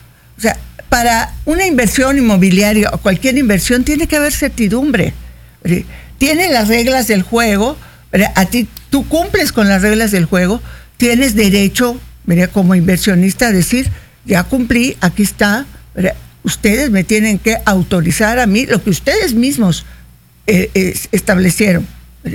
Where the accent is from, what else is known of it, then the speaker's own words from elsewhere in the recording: Yucatán, Mexico; yo como yucateca